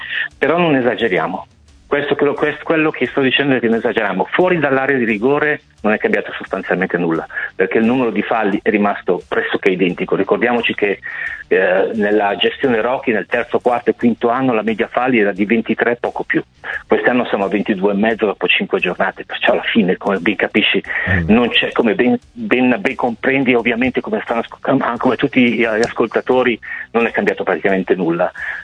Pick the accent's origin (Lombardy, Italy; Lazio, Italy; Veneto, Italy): Lombardy, Italy; Como; Ed essendo comasco il fatto di aver perso la partita è anche un po' fastidio